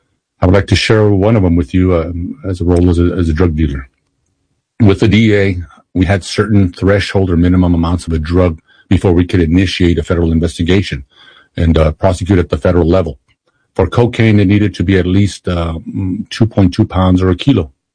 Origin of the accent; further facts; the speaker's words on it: El Paso, Texas, United States; I was assigned to my hometown in El Paso, Texas. I was born and raised in El Paso, so I was familiar with the culture, the people, in the streets of the city. I was one of three agents that were Hispanic in the DA office.